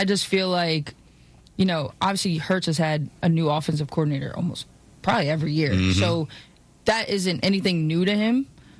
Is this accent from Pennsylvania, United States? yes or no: yes; Philadelphia, Pennsylvania, United States; We're from Philly.